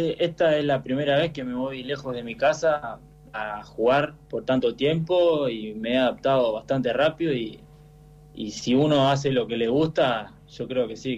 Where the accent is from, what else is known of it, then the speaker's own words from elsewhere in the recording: Berazategui, Buenos Aires Province, Argentina; born there; now in Rawson, Argentina; He nacido ahí, sí.